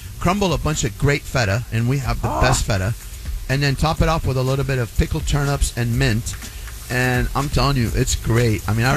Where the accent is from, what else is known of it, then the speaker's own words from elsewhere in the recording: Damascus, Damascus Governorate, Syria; moved away; I grew up in Damascus. You guys know I was born and raised in Damascus.